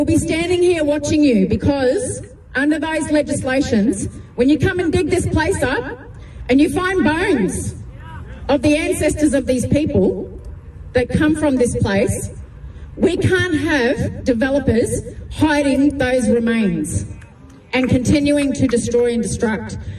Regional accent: Queensland, Australia; now in Brisbane, Australia; I'm a Kanju, very witty woman from North Queensland, born and bred on Darumbal country in central Queensland, but I now reside here in Brisbane on Magunjan country.

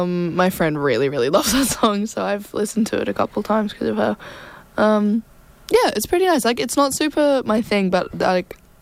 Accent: Gold Coast, Queensland, Australia; growing up on the Gold Coast

